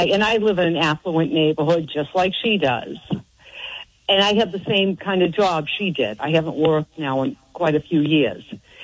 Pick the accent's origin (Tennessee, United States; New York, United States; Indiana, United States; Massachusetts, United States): Massachusetts, United States; Boston; I grew up in Boston, so I pretty much had no shame.